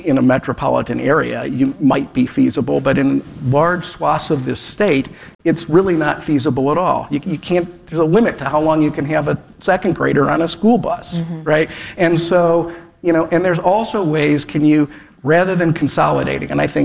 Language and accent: English; Cleveland Heights, Ohio, United States; And like I said, I grew up in Cleveland Heights. I know that there's not a lot of commercial property.